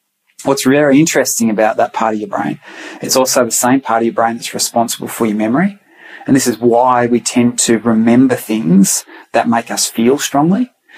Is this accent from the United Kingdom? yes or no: no; Australia; In my book, I joke around because I'm an Aussie, you know, we give everything nicknames.